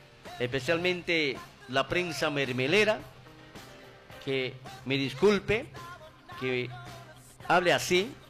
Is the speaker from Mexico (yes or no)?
no; Ucayali, Peru; en nuestra región de Ucayali, especialmente, ¿no?, provincia de Parabat.